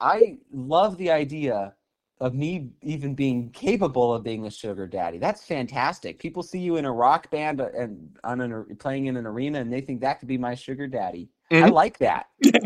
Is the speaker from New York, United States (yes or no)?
no; Los Angeles, California, United States; So I had the good luck of growing up in California, in Los Angeles. So this happens to be a place where there's musicians all over the place.